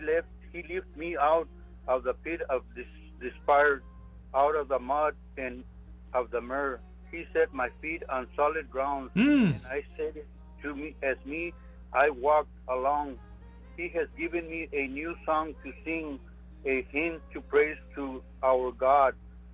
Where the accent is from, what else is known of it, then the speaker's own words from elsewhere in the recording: Texas, United States; I even had a car club there in Rio Grande, because I'm originally from Rio Grande.